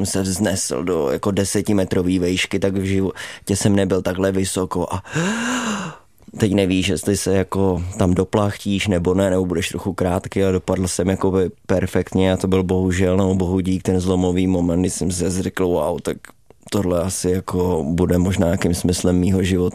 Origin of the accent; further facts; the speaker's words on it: Ostrava, Moravian-Silesian Region, Czechia; takže jo, ale jako vlastně jsem Ostravák.